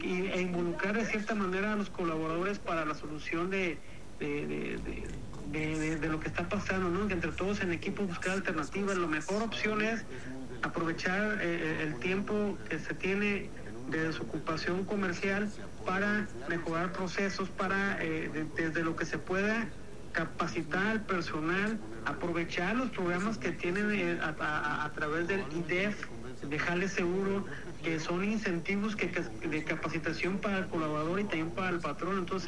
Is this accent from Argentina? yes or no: no; Mexico; now in Puerto Vallarta, Mexico